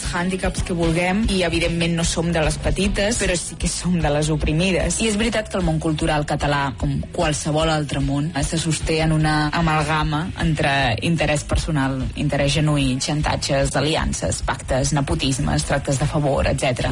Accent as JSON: {"language": "Catalan", "region": "Catalonia", "country": "Spain", "said": "Sí que és veritat que com a catalans potser tenim la t"}